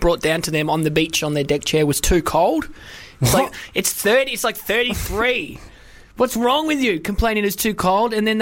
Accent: United Kingdom; born there; even though I was born in Britain, so I am.

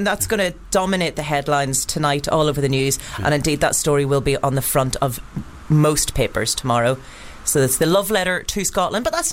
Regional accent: Ireland; moved away; I was back in Ireland just this day last week

